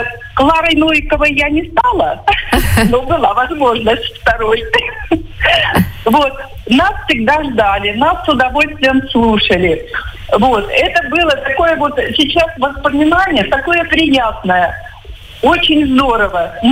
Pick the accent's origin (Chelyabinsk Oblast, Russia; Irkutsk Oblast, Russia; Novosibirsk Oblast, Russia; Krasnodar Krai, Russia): Novosibirsk Oblast, Russia; born there; now in Sevastopol; Представьте, я училась в село Новомихайловска Новосибирской области.